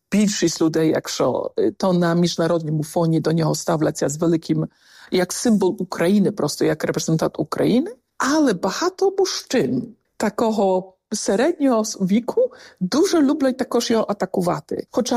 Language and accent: Ukrainian; England, United Kingdom; Я з Англії, але дивлюся також за всіми членами країни ЄС